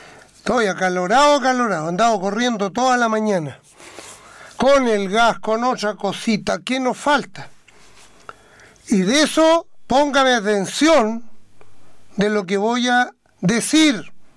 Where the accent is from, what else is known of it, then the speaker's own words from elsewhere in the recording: Chile; Nosotros que somos chilenos